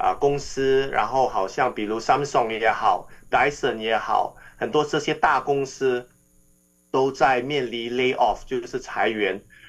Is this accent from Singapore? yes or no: yes; Singapore; 我们新加坡人